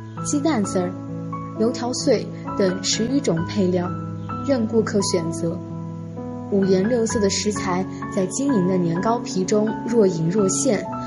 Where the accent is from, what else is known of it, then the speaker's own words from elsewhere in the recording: Linhai, Zhejiang, China; 今天让我带大家走进我的家乡临海，